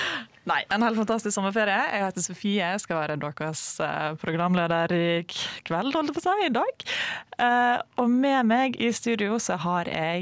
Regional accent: Atløy, Vestland, Norway; moved away; på Atløy, der jeg er fra.

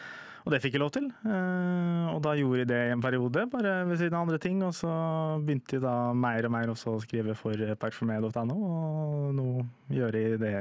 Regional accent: Molde, Møre og Romsdal, Norway; jeg er fra Molde

